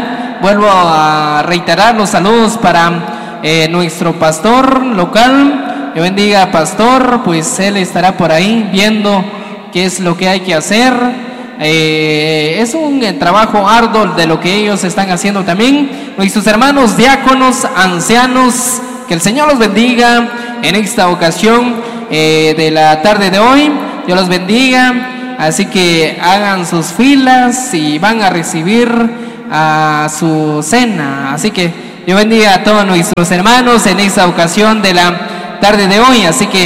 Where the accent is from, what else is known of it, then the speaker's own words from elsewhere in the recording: Tecpán Guatemala, Chimaltenango, Guatemala; Y yo soy de Tecpan, soy 100% tecpaneco.